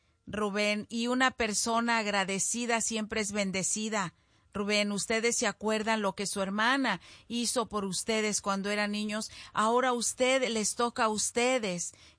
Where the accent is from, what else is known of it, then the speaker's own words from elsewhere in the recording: Zacualco de Torres, Jalisco, Mexico; moved away; de allá de Zacualco de Torres, Jalisco. Un saludo para ellos, para todos los de allá de mi pueblo, del barrio de la Cruz Verde, pues de donde es … donde yo ahí crecí, ahí viví, ahí fui una niña tan feliz.